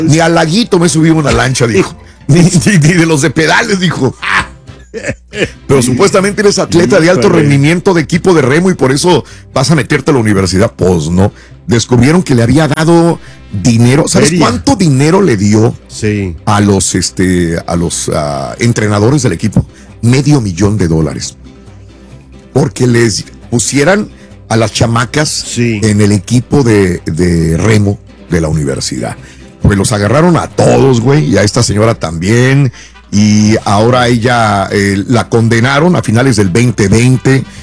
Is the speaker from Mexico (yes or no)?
yes; Matamoros, Tamaulipas, Mexico; un abrazo enorme para mi tierra, Matamoros, Tamaulipas. Aquí tienen un orgulloso paisano de Matamoros, Tamaulipas. Me siento feliz ser matamorense, mexicano, y la verdad, feliz.